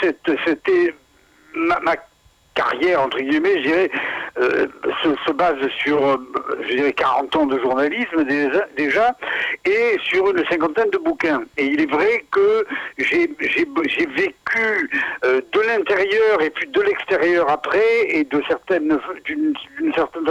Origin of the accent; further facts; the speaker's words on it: Aubagne, Provence-Alpes-Côte d'Azur, France; born there; je suis né à Aubagne, patrie de Marcel Pagnol, et quasiment dans la maison d'à côté où il est né.